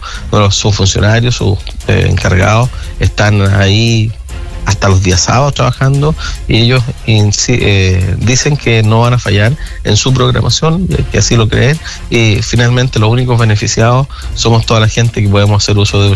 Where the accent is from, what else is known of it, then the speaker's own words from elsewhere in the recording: Licantén, Maule, Chile; para nosotros como alicantinos y alicantineras